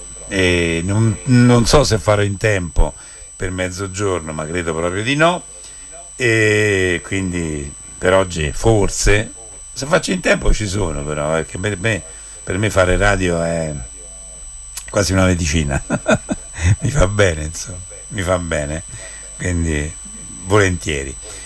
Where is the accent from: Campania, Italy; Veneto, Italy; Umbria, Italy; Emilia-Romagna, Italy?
Umbria, Italy; Terni; del nostro dialetto, del dialetto ternano